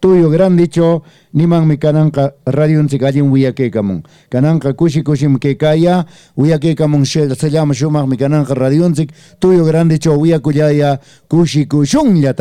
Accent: Ancash, Peru; born there; campesino, de un chacarero, así es, del centro poblado de Coyur. Claro, pues, ¿por qué voy a negar a mi tierra que me vio nacer? Guaracino, ancashino, coyurino soy

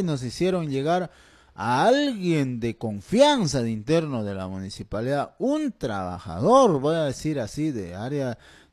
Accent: Pichanaki, Junín, Peru; yo también soy de Pichanaki.

